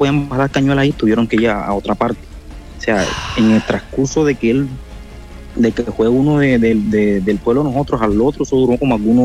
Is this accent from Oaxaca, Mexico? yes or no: yes; Puerto Escondido, Oaxaca, Mexico; now in Argentina; soy de Puerto Escondido, pero en este momento estoy acá en Argentina.